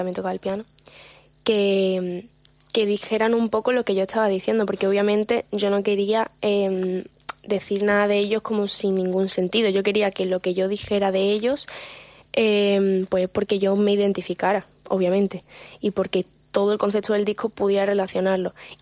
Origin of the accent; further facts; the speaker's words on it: Málaga, Andalusia, Spain; yo soy malagueña, ¿no? Pero yo además, pues, siempre he vivido, pues, muy cerquita del mar.